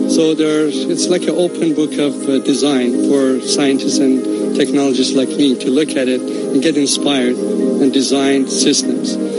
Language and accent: Persian; Tehran, Tehran Province, Iran; born there; من در تهران متولد شدم